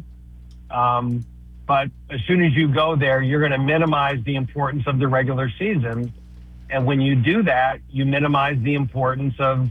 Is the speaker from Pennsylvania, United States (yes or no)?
yes; Pennsylvania, United States; I grew up in Pennsylvania